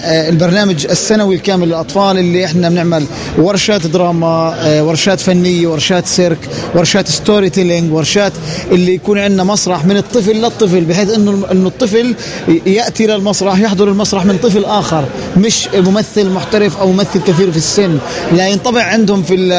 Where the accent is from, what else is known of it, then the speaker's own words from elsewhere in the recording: Palestine; بما أنه واقعنا كفلسطينيين